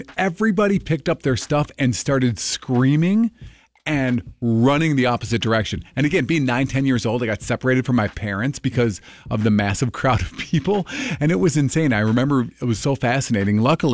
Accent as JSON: {"language": "English", "town": "Duluth", "region": "Minnesota", "country": "United States", "tie": "born or raised there", "said": "we were watching the 4th of July fireworks in my hometown of Duluth."}